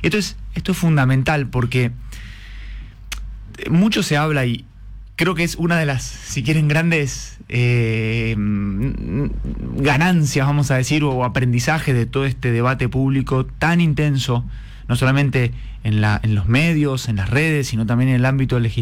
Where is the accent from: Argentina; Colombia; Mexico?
Argentina; nosotros como argentinos